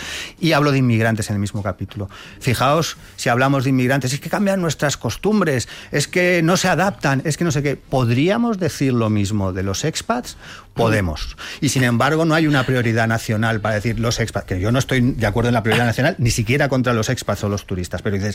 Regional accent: Madrid, Community of Madrid, Spain; yo soy de Madrid y vivo en el centro, o sea, es decir, vivo en un milagro porque todavía vivo en el centro de Madrid

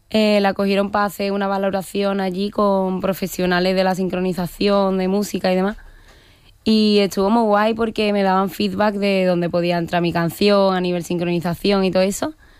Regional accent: Chipiona, Andalusia, Spain; Soy de Chipiona, sí.

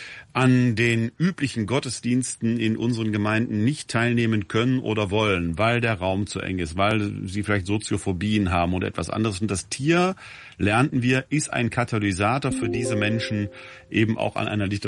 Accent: Essen, North Rhine-Westphalia, Germany; weil ich in meiner Jugendzeit in meiner Heimatgemeinde in Essen-Altendorf an einer religiösen Jugendfreizeit teilgenommen habe, die dem heiligen Franz gewidmet war.

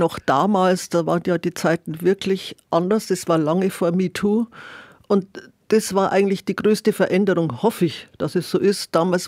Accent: Freising, Bavaria, Germany; Also in Freising, wo ich herkomme

